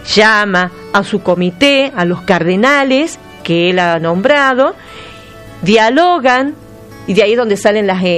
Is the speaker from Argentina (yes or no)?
yes; Argentina; Está el tucumano, el salteño, el norteño, somos todos argentinos